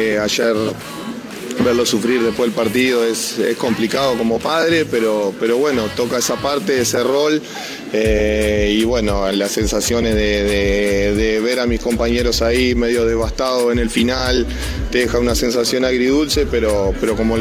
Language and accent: Spanish; Uruguay; porque somos uruguayos y ellos saben cómo afrontar esta situación.